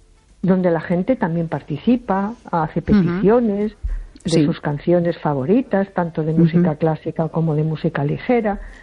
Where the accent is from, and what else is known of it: A Coruña, Galicia, Spain